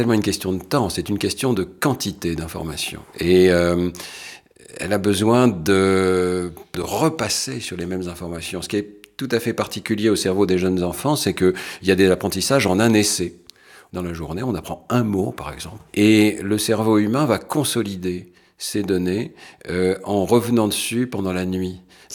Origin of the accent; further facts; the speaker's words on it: Roubaix, Hauts-de-France, France; On a parlé au tout départ de mon enfance à Roubaix.